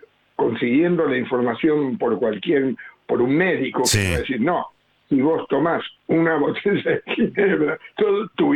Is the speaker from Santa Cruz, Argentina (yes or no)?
no; Ciudadela, Buenos Aires Province, Argentina; born there; now in Junín, Argentina; Nací en Capital, pero viví muchos años en Ciudadela, hasta que después me vine a Junín, porque compré una chacra para vivir con la naturaleza.